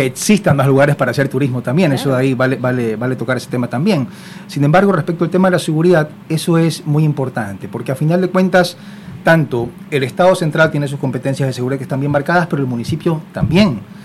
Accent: Guayaquil, Guayas, Ecuador; Bueno, pienso que me uno a la percepción de la mayoría de guayaquileños.

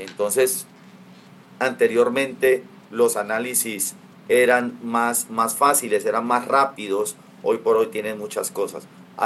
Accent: Colombia; nosotros como colombianos

